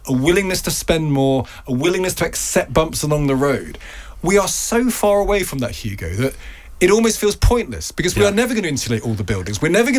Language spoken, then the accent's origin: English; United Kingdom; being British